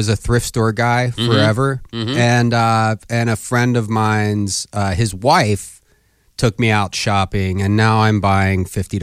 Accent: Philadelphia, Pennsylvania, United States; I grew up in Philadelphia.

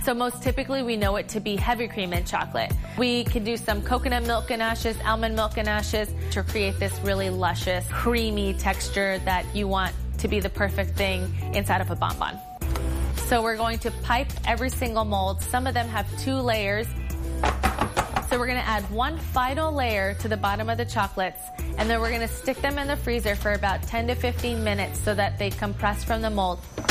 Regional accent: Texas, United States; born there; I was born in Texas, raised here, but my parents are from Pakistan.

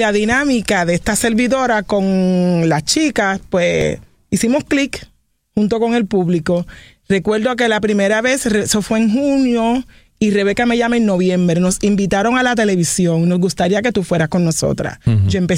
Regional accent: Dominican Republic; now in San Juan, Puerto Rico; Yo soy dominicana y vivo en San Juan.

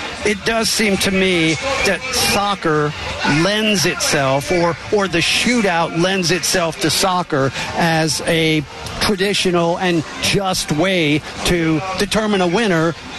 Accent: United States

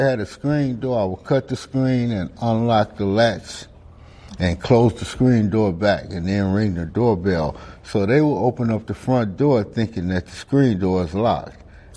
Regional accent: Detroit, Michigan, United States; I was born and raised in Detroit.

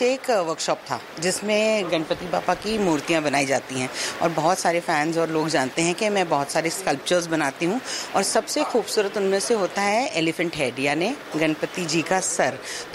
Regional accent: Mumbai, Maharashtra, India; मैं मुंबई में पली बड़ी हूँ तो मेरा कल्चर तो पूरा ही महाराष्ट्र है

